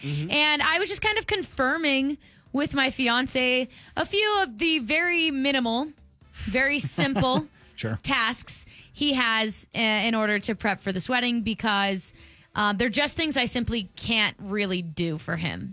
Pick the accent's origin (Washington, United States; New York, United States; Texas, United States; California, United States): Texas, United States; I'm obviously from Texas and I love Western culture.